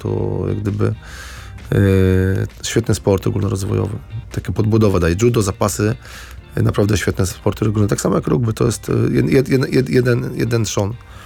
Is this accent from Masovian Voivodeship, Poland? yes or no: yes; Warsaw, Masovian Voivodeship, Poland; mieszkałem na Ochocie jako dziecko, na Grójeckiej.